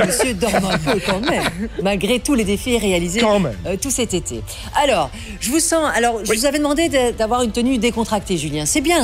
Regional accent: Belgium; chez nous en Belgique

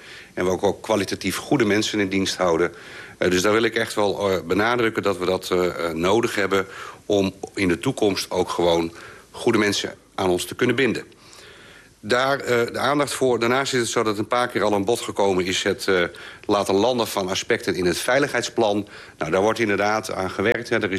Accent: Friesland, Netherlands; moved away; De provincie waar ik vandaan kom noemen ze dat Mienskip.

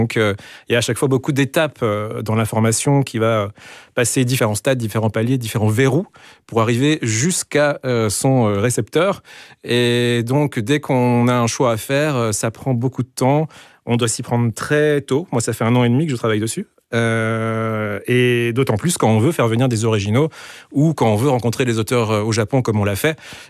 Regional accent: Belgium; nous sommes belges.

